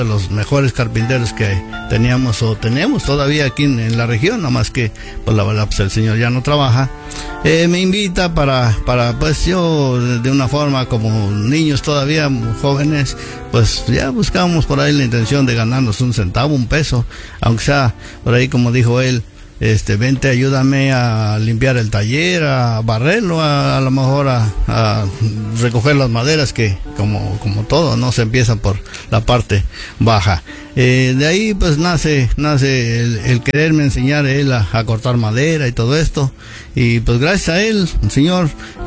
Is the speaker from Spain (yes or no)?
no; San Bartolo Tututepec, Hidalgo, Mexico; also born or lived in Tierra Fuerte, Hidalgo; yo soy originario de Tierra Fuerte y el paraíso Tierra Fuerte, de una forma que Hidalgo también. Ya aquí llegué de 3 añitos aquí a la colonia Los Reyes